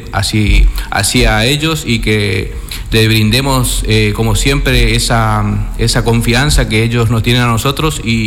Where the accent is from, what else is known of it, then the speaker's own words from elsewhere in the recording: Colonia Baranda, Chaco, Argentina; La verdad que yo en mi pueblo voy, camino tranquilo. Es más, tengo mi madre, mi padre, mis hermanos, todo allá.